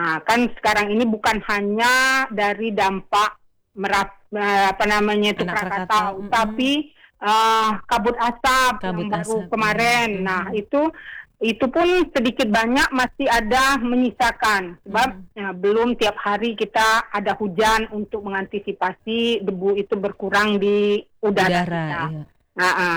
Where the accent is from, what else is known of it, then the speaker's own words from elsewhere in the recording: Bengkulu, Indonesia; kita sebagai warga Kota Bengkulu